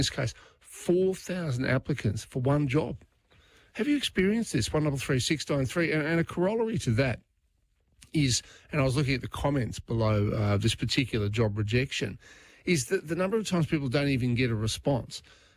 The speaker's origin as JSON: {"language": "English", "country": "Australia", "said": "we as ordinary Australian taxpayers"}